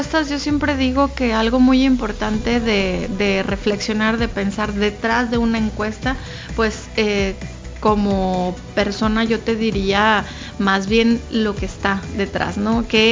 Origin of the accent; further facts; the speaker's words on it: Mexico; lo que hemos avanzado como mexicanas y mexicanos